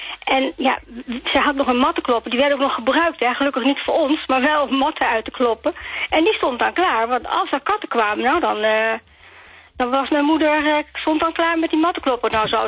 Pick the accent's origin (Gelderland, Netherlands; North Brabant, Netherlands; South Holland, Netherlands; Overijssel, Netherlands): Gelderland, Netherlands; Zutphen; also born or lived in Limburg; Ik ben in Limburg geboren, ik sprak plat. Toen ging ik naar Zutphen